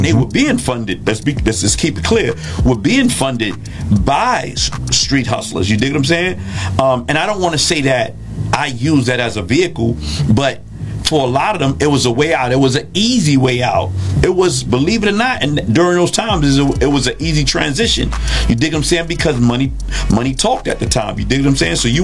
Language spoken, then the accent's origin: English; New York City, New York, United States; Growing up in the Bronx